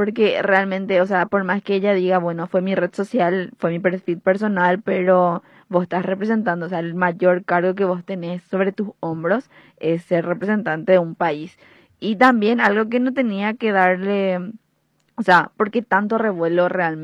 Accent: Paraguay; nosotros como paraguayos

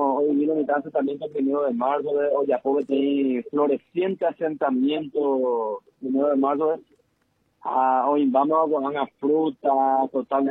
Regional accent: San Pedro, Paraguay; also born or lived in Canindeyú; Yo soy de San Pedro, oriundo de San Pedro, mi ciudad natal es Tierra Haití del Norte, pero estuve casi 28 años en el departamento de Canindeyú.

